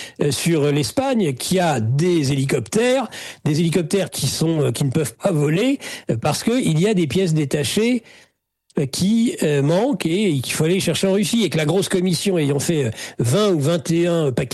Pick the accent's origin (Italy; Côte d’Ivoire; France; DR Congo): France; moi je suis français, moi je suis pas russe, j'en ai rien à faire moi. Je suis un patriote français